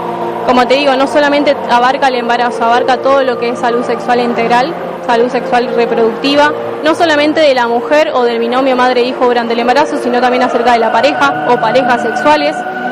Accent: Sunchales, Santa Fe, Argentina; yo estudio en la sede Rafaela Sunchales, particularmente yo soy de Sunchales

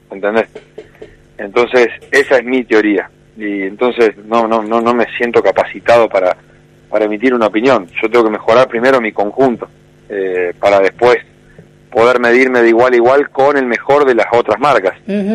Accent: Santa Fe, Argentina; also born or lived in Rosario

